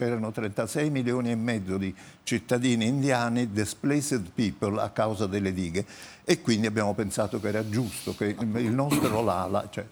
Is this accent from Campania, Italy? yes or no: yes; Naples, Campania, Italy; un atteggiamento che come napoletano io adoro